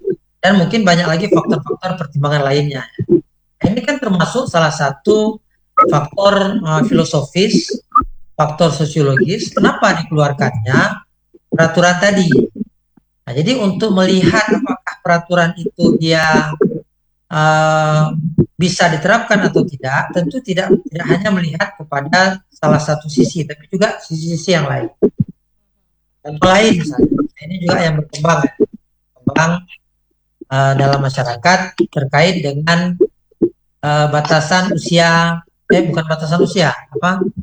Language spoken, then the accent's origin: Indonesian; Aceh, Indonesia; Karena kita Aceh itu adalah daerah khusus, daerah otonomi khusus